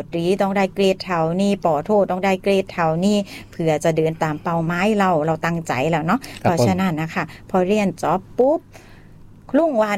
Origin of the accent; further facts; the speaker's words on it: Songkhla, Thailand; also born or lived in Surat Thani; ที่บ้านก็อยากให้เรียนหน้าด้านบ้านอยู่สงขลานะคะก็ต้องมาเรียนโรงเรียนตาบอดที่สุราษฎร